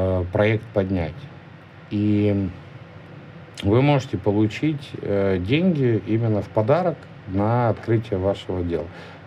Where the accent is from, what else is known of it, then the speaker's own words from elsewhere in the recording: Ukraine; В смысле, с украинцами, я сам как бы украинец, да